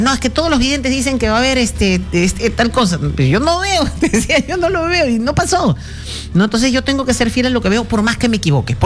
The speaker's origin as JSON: {"language": "Spanish", "country": "Peru", "said": "está en nuestras manos como peruanos hacer esos cambios"}